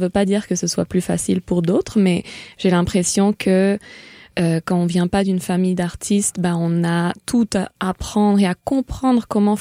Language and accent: French; Barcelona, Catalonia, Spain; moved away as an adult; now in Montreal, Canada; Alors moi, je me suis toujours sentie 100% barcelonaise parce que je suis née à Barcelone, c'est vraiment la ville de mon cœur. Mais c'est vrai qu'à 18 ans, j'ai passé la majorité de ma vie à Barcelone avant de venir à Montréal, même si j'ai vécu dans d'autres endroits.